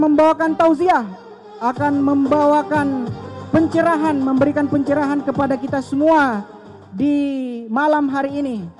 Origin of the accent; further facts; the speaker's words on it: South Sulawesi, Indonesia; di kampung kami di Dusun Capakala, tepatnya di lapangan sepak bola Capakala, Kabupaten Pindrang.